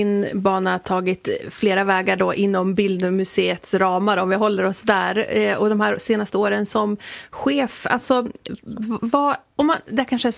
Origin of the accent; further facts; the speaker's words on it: Umeå, Västerbotten County, Sweden; när jag var liten i Umeå